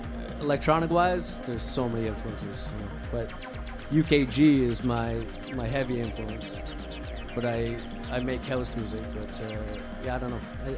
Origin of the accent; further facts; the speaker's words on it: Windsor, Ontario, Canada; my hometown Windsor, into Canada.